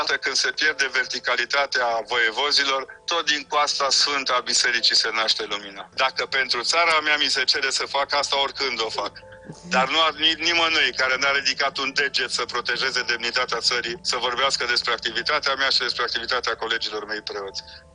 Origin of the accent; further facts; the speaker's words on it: Brașov, Brașov County, Romania; pentru că eram din Brașov, pentru că eram din Brașovul în noiembrie 1987.